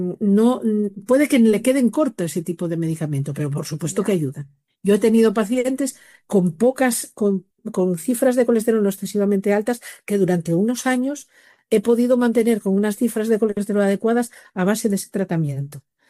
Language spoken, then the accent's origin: Spanish; Llanes, Asturias, Spain; soy de Llanes.